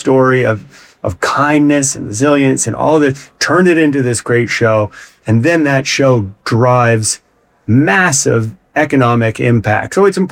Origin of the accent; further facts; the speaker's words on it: Fredericton, New Brunswick, Canada; also born or lived in Sackville, New Brunswick; Fredericton right now in my hometown